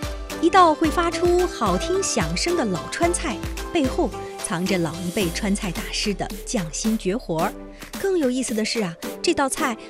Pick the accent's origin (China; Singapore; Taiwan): China; Chengdu, Sichuan; 咱们成都人餐桌上永远都离不开国民家常菜回锅肉